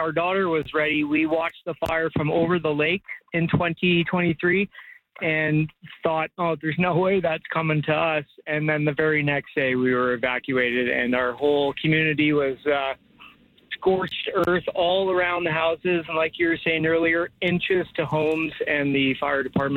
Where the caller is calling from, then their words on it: Kelowna, British Columbia, Canada; I've been here for 9 years, and I was evacuated in the 23 fires.